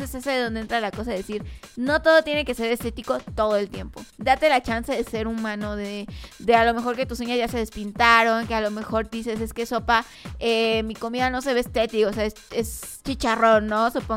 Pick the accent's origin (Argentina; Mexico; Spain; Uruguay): Mexico; todos somos morenitos, mexicanos morenazos de fuego.